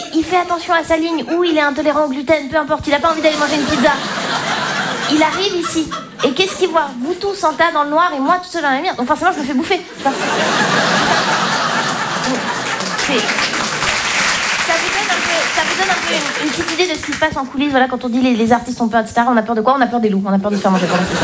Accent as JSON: {"language": "French", "country": "Switzerland", "said": "Moi je suis Suisse. Et moi, c'est bon. Et donc, comme je viens pas d'ici, j'ai rarement des gens que je connais dans le public"}